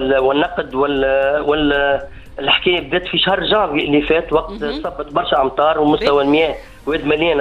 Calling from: Rades, Ben Arous, Tunisia; ناشط في المجتمع المدني بمدينة رادس.

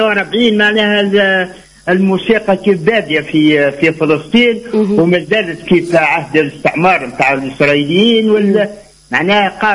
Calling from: Regueb, Sidi Bouzid, Tunisia

